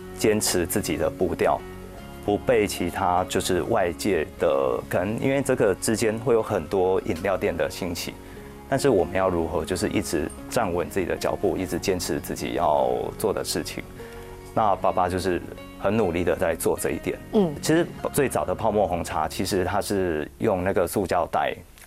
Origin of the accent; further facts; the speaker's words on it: Tainan, Taiwan; 我们都是台南人，那台南人就是有一个蛮道地的特色，就是说就是我们都是蛮脚踏实地的在做好每一件事情。